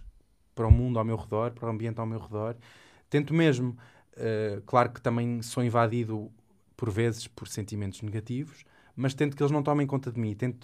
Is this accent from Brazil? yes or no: no; Figueira da Foz, Centro, Portugal; na Figueira da Foz, na minha terra